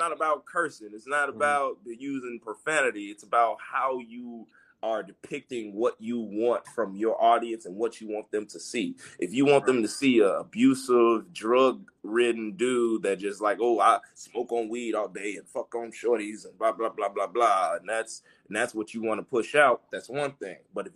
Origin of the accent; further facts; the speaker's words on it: Chicago, Illinois, United States; I'm from Chicago, man. My mama from Eaglewood.